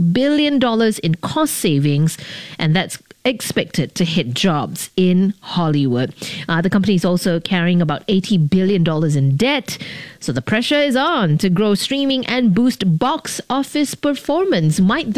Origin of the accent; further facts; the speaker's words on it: Singapore; people I meet overseas, they find out we're from Singapore.